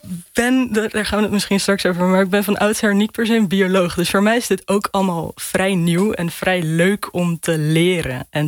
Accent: Rotterdam, South Holland, Netherlands; Nee, ik kom uit Rotterdam.

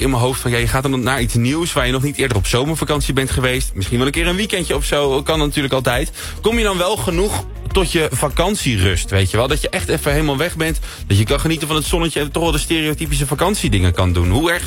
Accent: Netherlands; Waar we ieder jaar weer massaal op afkomen als Nederlanders zijnde.

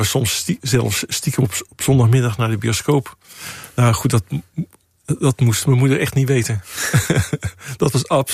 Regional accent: Zeeland, Netherlands; born there

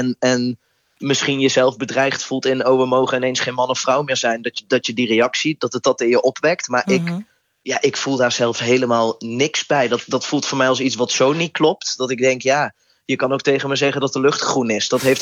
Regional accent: North Brabant, Netherlands; Ik kom uit Brabant en ik vind bijvoorbeeld ook carnaval echt verschrikkelijk.

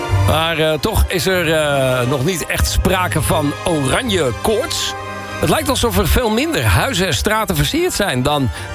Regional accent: Amsterdam, North Holland, Netherlands; buurmeisjes in Amsterdam-West, waar ik opgegroeid ben.

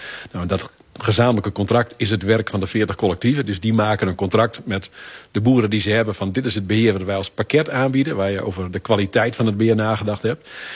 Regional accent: Groningen, Netherlands; in het noorden van Nederland, waar ik vandaan kom, en ik kom uit Groningen

